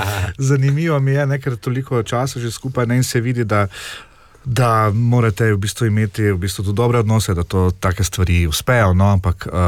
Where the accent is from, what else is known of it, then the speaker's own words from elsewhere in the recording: Styria, Slovenia; kot rečemo Štajerci, tu ni zajmancije, ne.